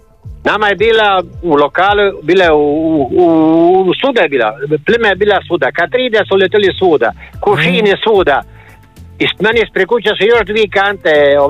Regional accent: Stari Grad, Split-Dalmatia County, Croatia; me živemo cijeli život u Storigrad

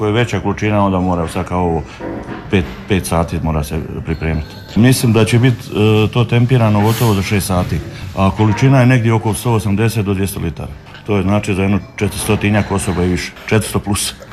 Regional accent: Slavonia, Croatia

